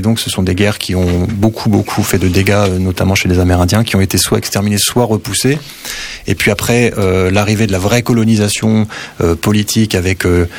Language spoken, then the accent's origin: French; Bourgogne-Franche-Comté, France; Et puis étant donné que je viens de la Bourgogne, la Bourgogne est une terre pas seulement, mais la proto-histoire est assez riche